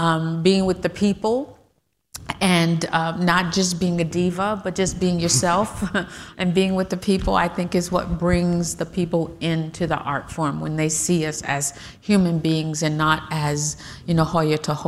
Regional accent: St. Louis, Missouri, United States; I had a great experience when I was young in growing up in St. Louis

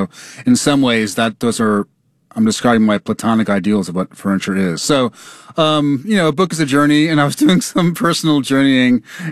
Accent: New York, United States; And I grew up in New York in the 80s where you'd hear about Michael Griffith, Eleanor Bumpers.

